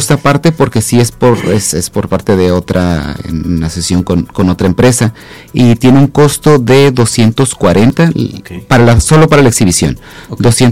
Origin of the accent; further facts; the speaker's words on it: Ensenada, Baja California, Mexico; nosotros aquí los ensenadenses tenemos el Museo del Caracol